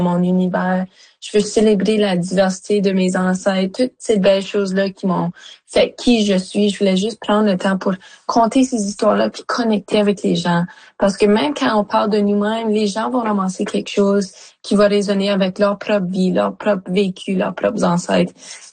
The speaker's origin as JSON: {"language": "French", "town": "Sudbury", "region": "Ontario", "country": "Canada", "said": "je viens de Sudbury, comme tu dis, du nord-est de l'Ontario"}